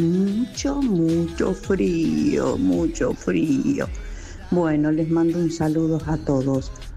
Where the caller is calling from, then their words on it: Buenos Aires, Argentina; de Parque Patricio.